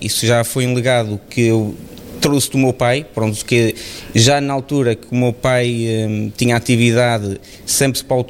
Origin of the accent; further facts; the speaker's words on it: São Pedro do Sul, Centro, Portugal; moved away as an adult; also born or lived in Vozela; now in Oliveira de Frades, Portugal; sou natural de Carvalhais, São Pedro Sul, pronto, é essa a minha naturalidade.